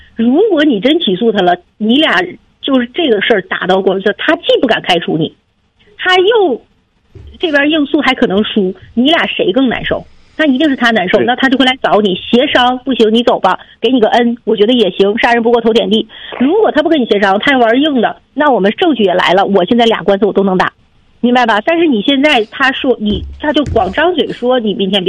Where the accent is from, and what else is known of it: Northeast China, China; accent: Northeastern